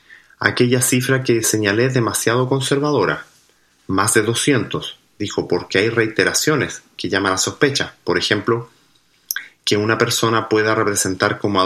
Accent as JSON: {"language": "Spanish", "country": "Chile", "said": "los chilenos no necesitamos visa especial para ir a Estados Unidos, usamos una waiver muy simple."}